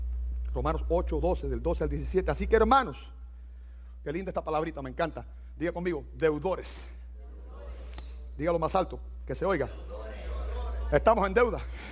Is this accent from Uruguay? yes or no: no; Cuba; now in United States; Nosotros en Cuba decimos paragüero.